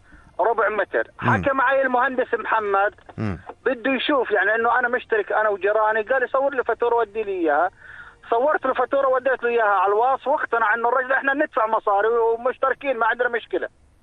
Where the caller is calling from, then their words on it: Jordan; احنا سكان ذهيبة الشرقية اسكان المكرمة الهاشمية تبع الأسرة العفيفة.